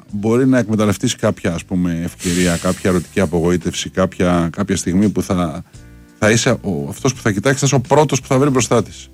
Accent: Klinovos, Thessaly, Greece; στο χωριό μου, στον Κλίνοβο Καλαμπάκας

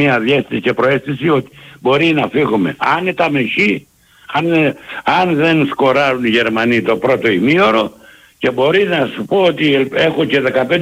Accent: Peloponnese, Greece

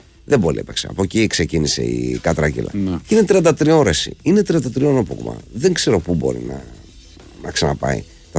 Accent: Greece; Εμείς ως Έλληνες το έχουμε ανάγκη.

